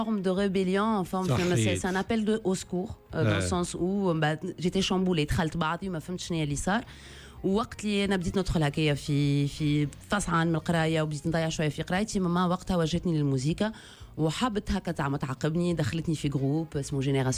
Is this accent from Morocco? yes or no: no; Tunisia; born there; also born or lived in Algeria; انا بابا ديري ديجا امي تونسية بابا ديري. انا تولدت في تونس وخواتي الكبار تولدوا في الجزائر